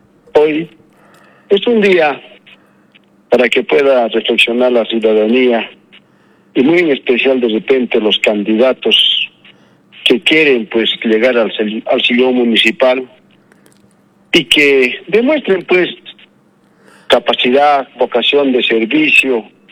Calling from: Calca, Cusco, Peru; saludar a mi tierra Calca, que está en el letargo, en el atraso

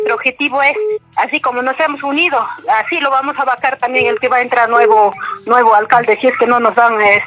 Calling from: Calca, Cusco, Peru; Sí, exactamente, de Calca llamo.

